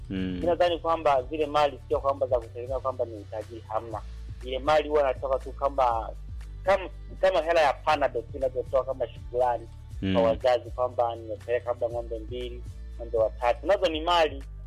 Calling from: Mara, Tanzania; Hata mimi mwenyewe nimekuwa maeneo ya kijijini kule kwetu Bushindwa Mara.

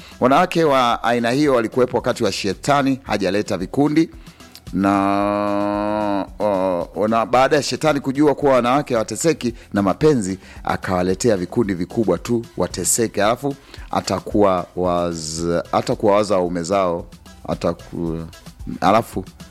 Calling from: Itagutwa, Iringa, Tanzania; Kaka basi napata vizuri sana, natokea Itagutwa.

